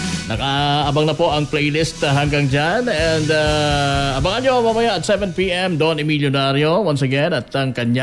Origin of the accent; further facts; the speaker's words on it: Daraga, Bicol Region, Philippines; born there; Well, ako proud to say na I was born in Daraga Albay, Philippines. … po at your service